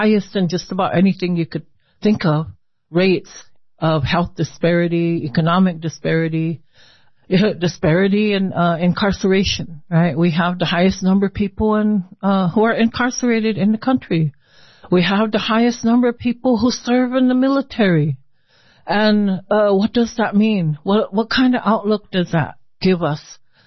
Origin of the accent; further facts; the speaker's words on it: Nebraska, United States; I'd always respond like, I'm from the Omaha tribe.